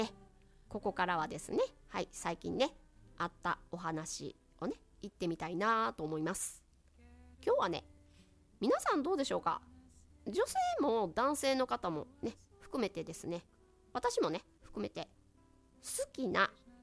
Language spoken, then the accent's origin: Japanese; Mie, Japan; 私はですね三重県の出身なんですけれども、まあ私服の高校でして